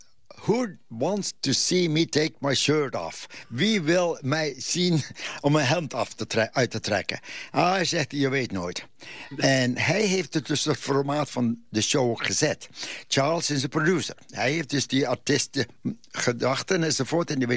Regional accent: Netherlands; moved away as an adult; now in United States; Ja, ik ben geboren getogen in Nederland.

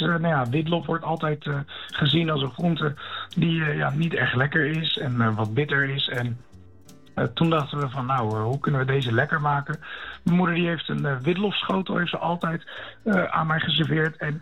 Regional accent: Netherlands; accent: Westlands; Wij doen gewoon efficiënt, Dutch efficiency.

